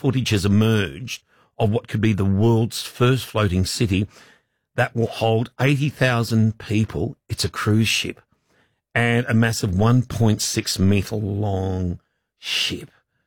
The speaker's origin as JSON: {"language": "English", "country": "Australia", "said": "I'm Australian"}